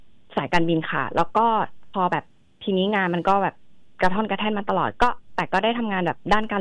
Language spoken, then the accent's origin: Thai; Chonburi, Thailand; born there; เกิดที่ชลบุรีค่ะ